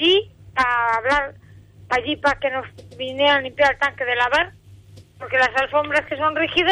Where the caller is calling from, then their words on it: Coles, Galicia, Spain; llamo de aquí del Concello de Coles.